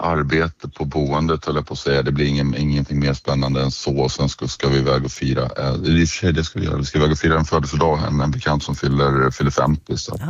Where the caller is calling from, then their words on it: Stockholm, Stockholm County, Sweden; jag är nere här på somrarna och laddar för upp och åker tillbaka till Stockholm.